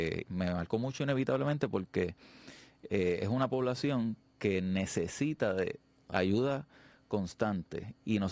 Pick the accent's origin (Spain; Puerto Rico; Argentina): Puerto Rico; moved away as an adult; cuando yo llegué a Ciudad de México a estudiar, los mexicanos nos abrieron las puertas a los puertorriqueños allí